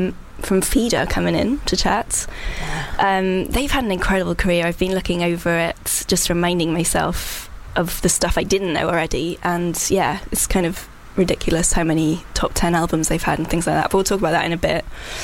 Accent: Wales, United Kingdom; I'm sure we're a very happy nation. I'm Welsh, I have lost a lot of the accent, I apologise.

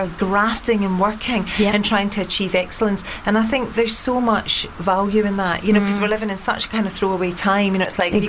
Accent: Scotland, United Kingdom; as a Scot

